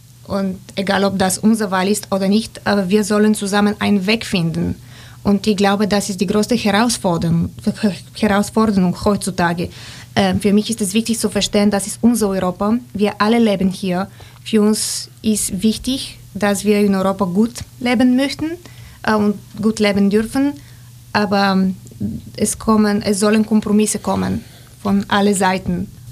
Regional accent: Bulgaria; German is a second language; moved away as an adult; now in Germany; ich bin Bulgarin

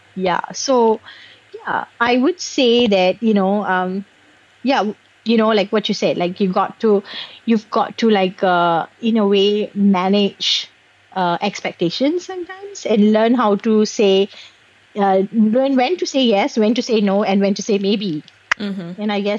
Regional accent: Singapore; because I grew up in Singapore, and you know, we Singaporeans struggle with tradition and progression and modernity.

